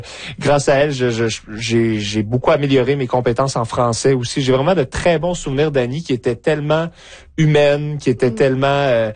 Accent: Boisbriand, Quebec, Canada; à Boisbriand, donc j'ai grandi dans les Basses-Laurentides

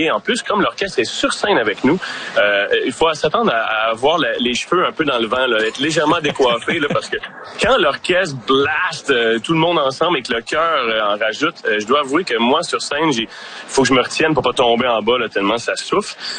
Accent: Repentigny, Quebec, Canada; Moi, je viens de Lanaudière. C'est un petit gars de Repentigny.

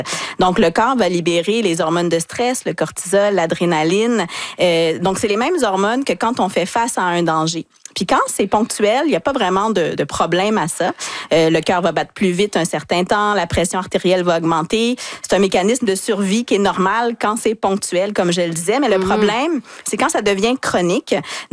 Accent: Quebec, Canada; Puis si on regarde chez nous au Québec

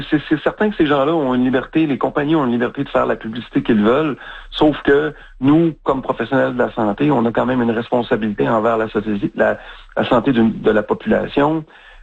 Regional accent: Quebec, Canada; chez nous au Québec

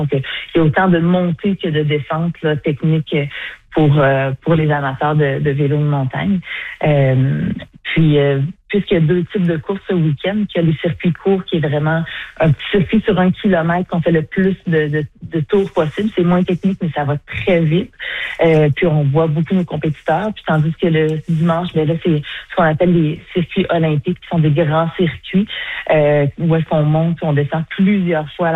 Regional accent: Sherbrooke, Quebec, Canada; On est chanceux chez nous à Sherbrooke

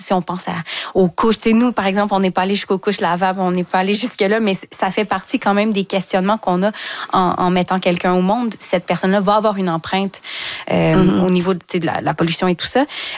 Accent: Saint-Hyacinthe, Quebec, Canada; Mais tu vois, moi, je venais du 450, je viens de Saint-Hyacinthe, donc j'avais ma voiture depuis que je suis adolescente.

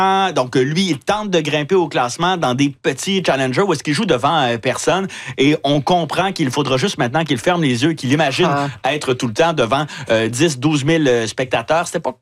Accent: L'Ancienne-Lorette, Quebec, Canada; parce que moi, je suis de la Lorette rival de Loretteville. J'ai grandi aussi de mes deuxième mois à mes 20 ans.

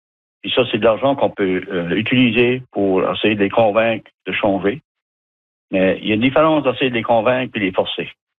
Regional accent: New Brunswick, Canada; Moi, mon héritage, c'est acadien. Mm-hmm. Je suis fier acadien. Ma famille est ici depuis 1643.

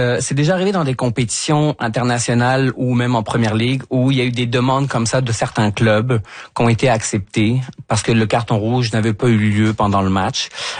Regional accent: France; now in Trois-Rivières, Canada; en tant que Français

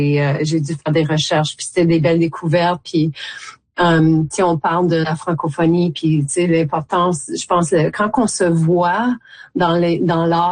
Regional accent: Timmins, Ontario, Canada; now in Toronto, Canada; j'étais comme un peu fâchée que je viens de Timmins, puis j'avais pas entendu le nom Patrice Desbiens jusqu'à temps que j'étais comme adulte à Toronto.

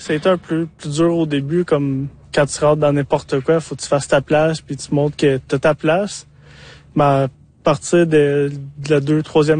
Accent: Gatineau, Quebec, Canada; moi, quand j'étais jeune, je vivais à Gatineau, puis les montgolfières, ils étaient ça à la ferme de nos mes grands-parents.

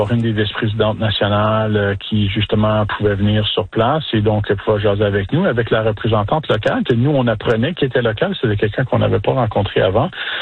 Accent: Saskatchewan, Canada; nos jeunes françaisquois, françaisquoises, puissent se voir, s'entendre, entendre notre accent

